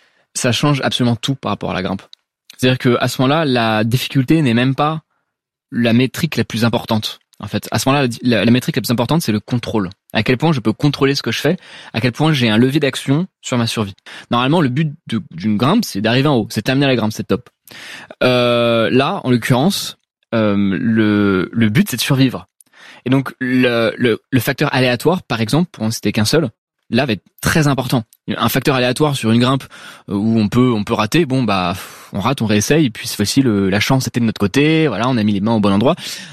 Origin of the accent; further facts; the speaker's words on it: Paris, Île-de-France, France; Alors, j'ai grandi à Paris, donc du coup, bon, j'ai grandi autour des gratte-ciels